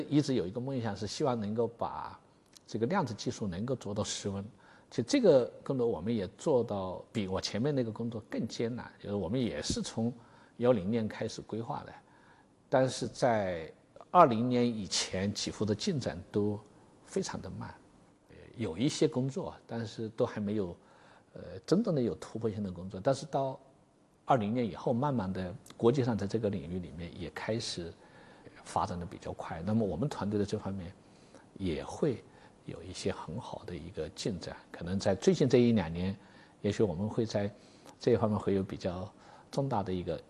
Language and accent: Chinese; China